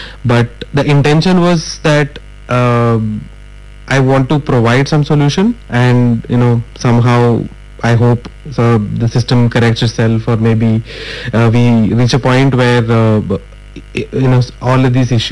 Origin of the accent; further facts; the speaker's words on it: Bangalore, Karnataka, India; And I'm from Jayanagar. And Jayanagar is always considered as the beautiful part of Bangalore.